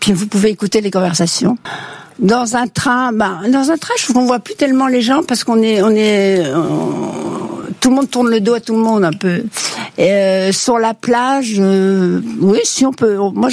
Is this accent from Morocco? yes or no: yes; Casablanca, Casablanca-Settat, Morocco; Et moi, je suis née au Maroc, vous savez.